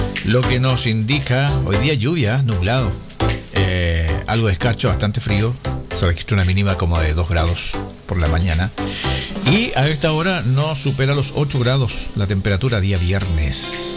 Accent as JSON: {"language": "Spanish", "country": "Chile", "said": "somos patriotas, somos chilenos, somos gente que nos gusta donde estamos viviendo, nuestras tradiciones y todo ese tipo de cosas."}